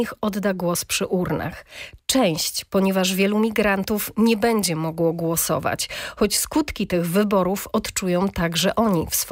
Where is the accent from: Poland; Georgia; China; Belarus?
Georgia; Polish is a second language; moved away; Sama pochodzę z Gruzji. Każdego dnia rozmawiam przez telefon z mamą.